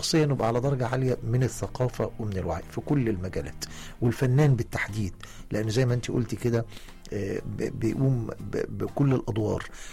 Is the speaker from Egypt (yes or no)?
yes; Egypt; احنا كشعب مصري وعربي بنعشق الحدوتة.